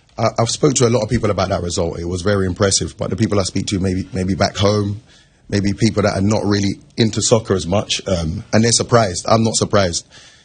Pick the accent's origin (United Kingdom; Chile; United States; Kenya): United Kingdom; England; moved away; I grew up in England